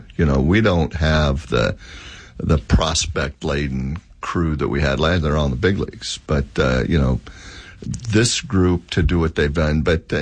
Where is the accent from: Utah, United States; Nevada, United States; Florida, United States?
Nevada, United States; Tonopah; growing up in Tonopah